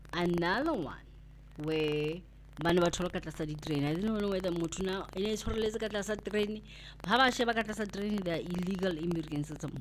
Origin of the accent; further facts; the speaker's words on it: South Africa; my details as a South African